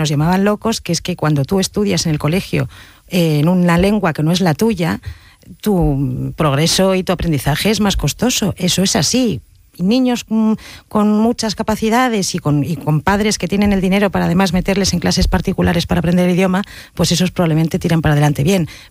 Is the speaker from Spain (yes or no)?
yes; Basque Country, Spain; Y luego yo como vasca pues estoy muy preocupada escandalizada por los resultados en el País Vasco.